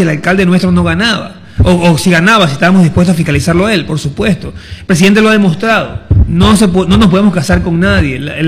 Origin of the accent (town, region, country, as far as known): Ecuador